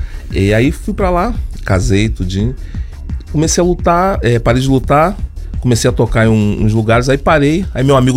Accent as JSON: {"language": "Portuguese", "town": "Belford Roxo", "region": "Rio de Janeiro", "country": "Brazil", "tie": "born or raised there", "said": "Eu fui nascido na Baixada Fluminense."}